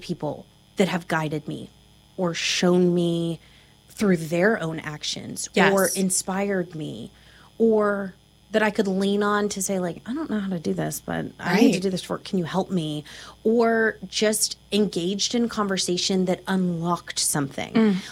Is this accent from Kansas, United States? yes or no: no; Kentucky, United States; It's not an industry that I grew up in, but growing up in Woodford County, it very much was